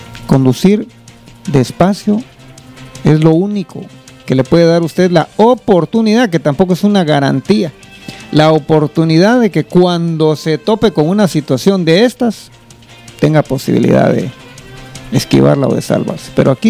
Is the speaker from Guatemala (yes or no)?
yes; Guatemala